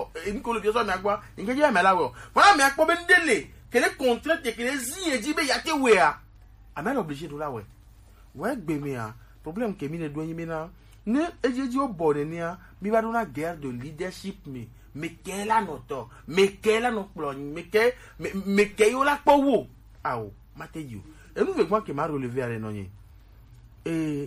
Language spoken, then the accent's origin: French; Togo; born there; Je suis né au Togo, je suis désolé de le dire, il faut avoir le courage de le dire.